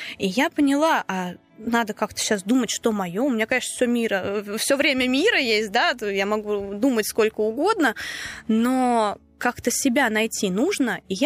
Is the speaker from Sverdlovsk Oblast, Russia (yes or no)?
no; Nizhny Novgorod, Nizhny Novgorod Oblast, Russia; Естественно, что я нижегородка, я никуда уезжать в другой город не хочу. Мне здесь комфортно, мне здесь хорошо, у меня здесь, ну, вся жизнь здесь вся моя.